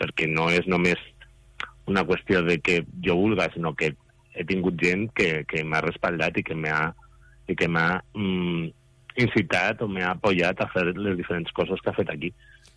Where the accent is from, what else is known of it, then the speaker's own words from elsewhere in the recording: Guardamar del Segura, Valencian Community, Spain; però que també la pots trobar en el meu poble, en Guardamar, i allà era el màster.